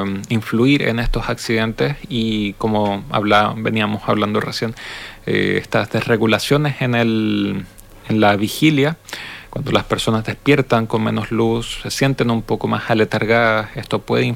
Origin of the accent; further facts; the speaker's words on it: Chile; para nosotros como chilenos